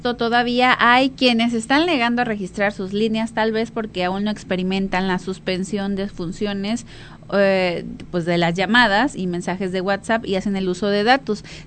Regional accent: Mexico; O sea que como buenos mexicanos va a esperar a que le suspendan la línea para poder hacer ese registro.

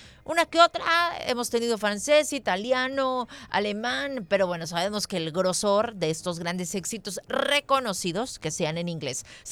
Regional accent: Mexico

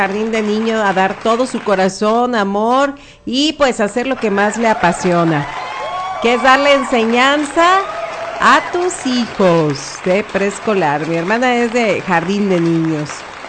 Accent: Nayarit, Mexico; Pero pues así es la vida y somos nayaritas y mexicanos, somos bien chambeadores.

